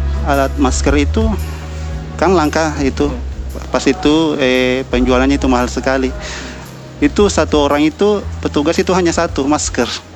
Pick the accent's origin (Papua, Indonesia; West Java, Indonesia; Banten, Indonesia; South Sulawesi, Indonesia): South Sulawesi, Indonesia; Makassar; asal dari Makassar.